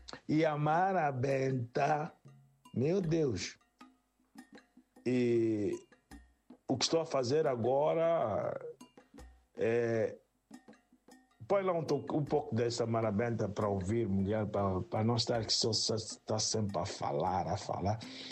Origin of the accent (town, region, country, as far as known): Mozambique; now in Germany